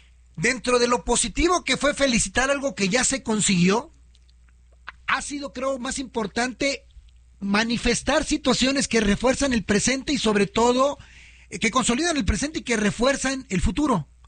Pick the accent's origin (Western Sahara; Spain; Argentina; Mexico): Mexico